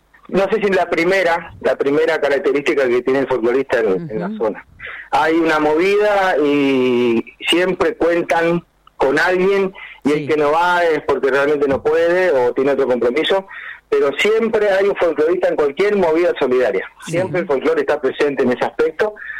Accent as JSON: {"language": "Spanish", "region": "Chaco", "country": "Argentina", "moved": "yes", "lives_now": "Cipolletti, Argentina", "said": "yo soy chaqueño, ¿viste? Pero hace 30 años estoy acá"}